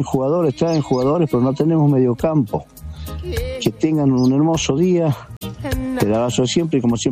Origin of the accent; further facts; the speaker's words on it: Guanchina, La Rioja, Argentina; Este audio estoy haciendo en mi pueblo Guanchina, 20 kilómetros de Chilecito, La Rioja.